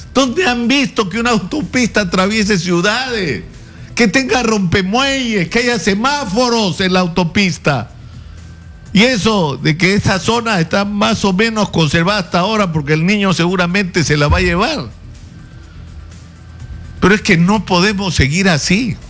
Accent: Peru; así como los peruanos emprendedores han enfrentado las peores circunstancias

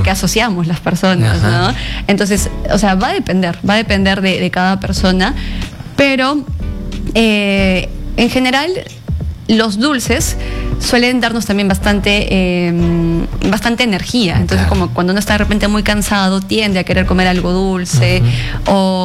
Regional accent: Arequipa, Peru; yo soy de Arequipa.

